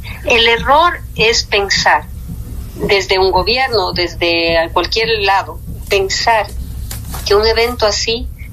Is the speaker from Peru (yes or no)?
no; Ecuador; nos unen como ecuatorianos